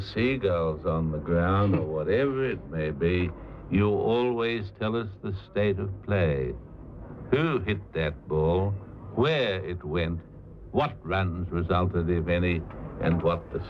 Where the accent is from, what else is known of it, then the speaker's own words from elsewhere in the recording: Australia; I'm delighted to tell you, as an Australian, that every Australian knows you.